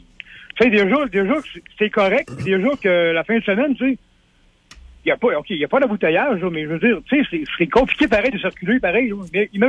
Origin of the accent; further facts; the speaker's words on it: Lac-Saint-Charles, Quebec, Canada; now in Portneuf, Canada; moi, je suis un natif du Lac Saint-Charles. Tu sais, je veux dire, je suis vendu de Québec pas mal, là. Dans le temps. Mais à ce temps, je suis rendu à Portneuf, mais je veux dire, je suis natif de là.